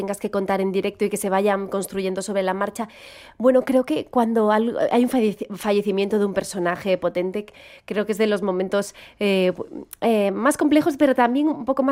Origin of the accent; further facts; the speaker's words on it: Galicia, Spain; accent: Galician intonation; tengo esas entonaciones cantarinas porque soy gallega